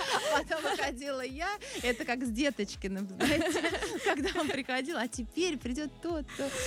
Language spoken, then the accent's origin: Russian; Moscow, Russia; born there; я родилась в Москве.